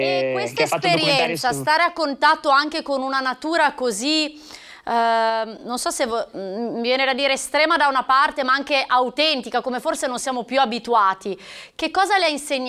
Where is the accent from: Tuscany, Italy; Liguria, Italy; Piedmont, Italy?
Liguria, Italy; Genoa; Siamo genovesi, sì.